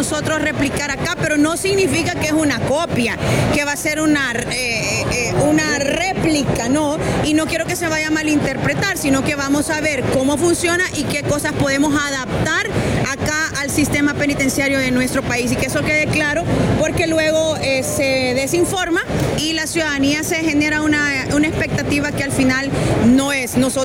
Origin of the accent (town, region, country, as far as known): Honduras